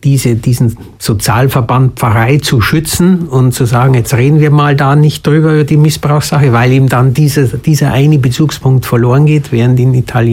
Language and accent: German; Germany; now in South Tyrol, Italy; als Ausländer, als Deutscher.